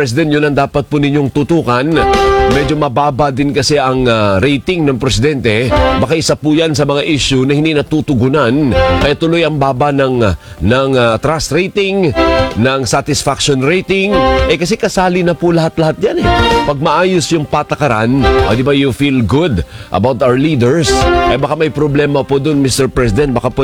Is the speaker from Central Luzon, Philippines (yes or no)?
no; Negros Island Region, Philippines; Ano po sa amin sa Negros Island, edi siyempre Hiligay noon.